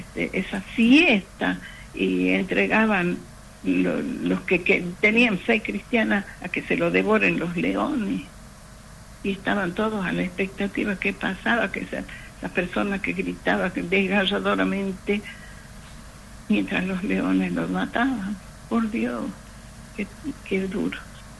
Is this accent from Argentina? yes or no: yes; Argentina